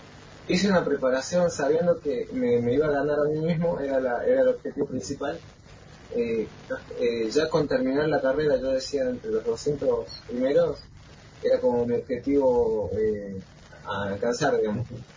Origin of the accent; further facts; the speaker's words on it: Salta, Argentina; born there; now in El Calafate, Argentina; yo soy de Salta. Nací en Salta